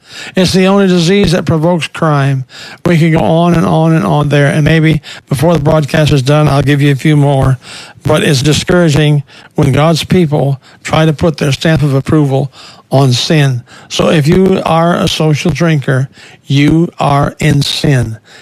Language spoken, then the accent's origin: English; South Dakota, United States; I think about the church I was raised in South Dakota.